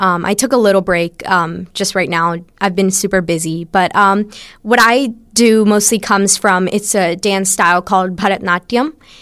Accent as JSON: {"language": "English", "town": "South Fayette", "region": "Pennsylvania", "country": "United States", "tie": "born there", "said": "I started here in third grade, and now I'm in 11th grade"}